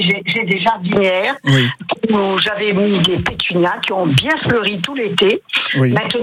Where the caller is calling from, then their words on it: Ciboure, Nouvelle-Aquitaine, France; je suis à Cibourg.